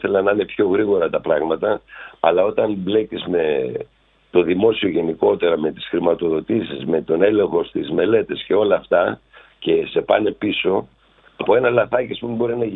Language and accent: Greek; Thessaly, Greece; also born or lived in Argithea / Larissa; now in Volos, Greece; επειδή είμαι από την Αργιθέα, επειδή μεγάλωσα σε ένα χωριό των Φαρσάλων, επειδή σπούδασα στη Λάρισα, ήρθα στο Βόλο, τώρα γυρίζω όλη τη Θεσσαλία